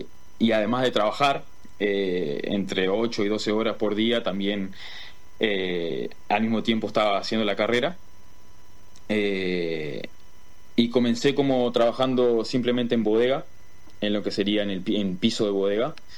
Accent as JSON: {"language": "Spanish", "country": "Uruguay", "also_born_or_lived": "New Zealand", "moved": "as an adult", "lives_now": "United States", "said": "Yo cuando salí de Uruguay no era enólogo."}